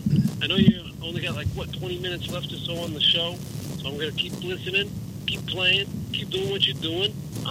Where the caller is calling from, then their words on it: New York, United States; New York.